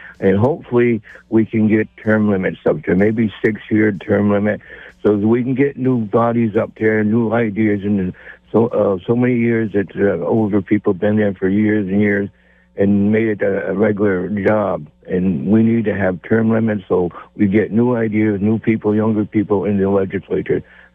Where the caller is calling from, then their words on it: Essex, Vermont, United States; I'm from Essex